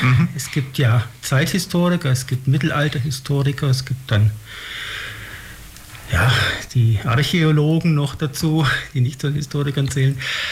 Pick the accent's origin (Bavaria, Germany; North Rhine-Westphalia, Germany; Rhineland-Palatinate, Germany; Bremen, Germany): Bavaria, Germany; Obenhausen; dann weiter nach Obenhausen, wo ich herkomme, Obenhausen gehört zur Gemeinde Buch, 5 Kilometer östlich von Illertissen.